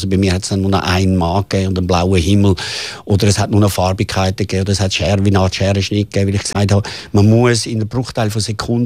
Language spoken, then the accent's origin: German; Switzerland; wir als Schweizer